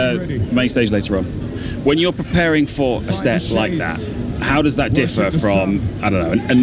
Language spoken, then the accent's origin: English; United Kingdom; I'm British.